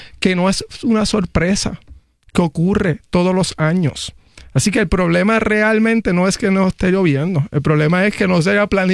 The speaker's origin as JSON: {"language": "Spanish", "town": "Aguada", "country": "Puerto Rico", "said": "El noroeste de donde yo soy, Aguada, cada vez que llueve, la toma del río Culebrinas crece"}